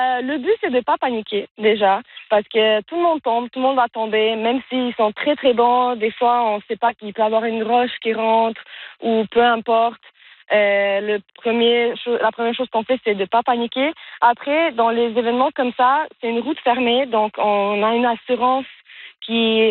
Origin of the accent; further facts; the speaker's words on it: Montreal, Quebec, Canada; Moi, je suis de Montréal, originalement.